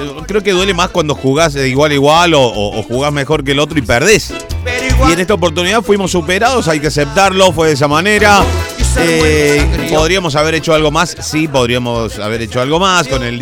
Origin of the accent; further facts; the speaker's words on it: Argentina; somos argentinos contra el mundo